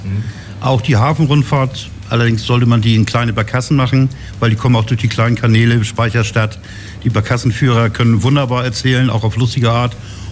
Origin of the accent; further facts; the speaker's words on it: Hamburg, Germany; Sag mal, Hamburg, Ochsenwerder gibt es ja nur unsere Teiche und unseren Kümmel.